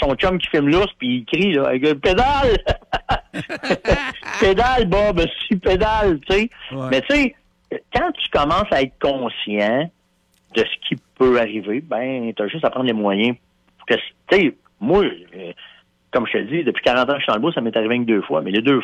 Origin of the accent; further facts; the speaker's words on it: Canada; nous autres, on est des Canadiens, nous autres, on est fins